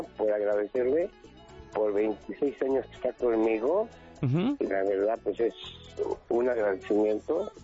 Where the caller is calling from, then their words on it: Mexico City, Mexico; Aquí en la alcaldía de Iztapalapa.